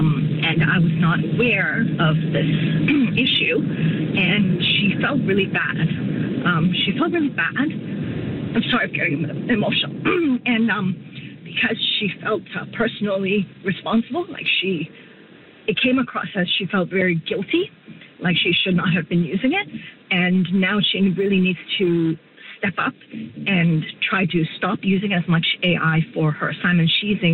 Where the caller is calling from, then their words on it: Richmond Hill, Ontario, Canada; I'm calling from the York region